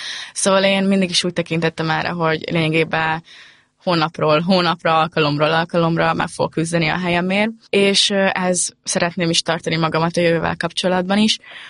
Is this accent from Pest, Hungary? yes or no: no; Győr, Győr-Moson-Sopron, Hungary; én nem is vagyok kolis, szóval én Győr mellett lakom, és hogy adott ott ez a lehetőség, hogy lényegében a szülővárosomba tudok kézilabdázni